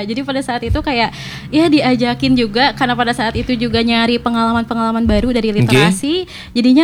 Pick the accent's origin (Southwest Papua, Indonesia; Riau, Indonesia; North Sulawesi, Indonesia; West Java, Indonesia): West Java, Indonesia; Lembang; aku orang Bandung. Orang Bandung. Di mana Bandungnya? Lebih tepatnya Bandung Barat, Lembang sih.